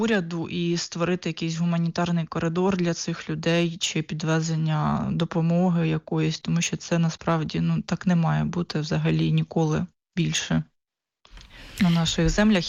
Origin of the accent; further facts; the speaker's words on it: Poltava, Poltava Oblast, Ukraine; особливо в тій частині України, де знаходжуся я з Полтави.